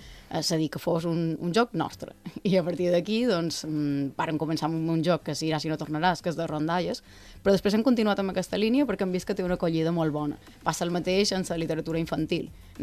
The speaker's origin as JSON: {"language": "Catalan", "region": "Balearic Islands", "country": "Spain", "said": "Aquest simple detall fa que jo, com a persona mallorquina, pugui sentir aquell conte"}